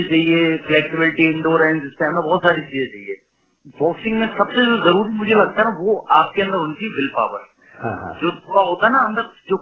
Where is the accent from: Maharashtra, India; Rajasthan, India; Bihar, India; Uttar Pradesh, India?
Uttar Pradesh, India; Agra; Sir basically father police में थे तो आगरा ऐसे यहाँ पर पापा की पोस्टिंग थी। हम बेसिकली डावा के रहने वाले हैं।